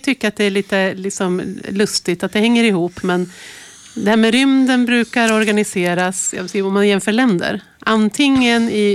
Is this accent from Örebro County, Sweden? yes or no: yes; Frövi, Örebro County, Sweden; Jag är ju uppvuxen i en annan kommun, jag är uppvuxen i Lindesbergs kommun, i Frövi.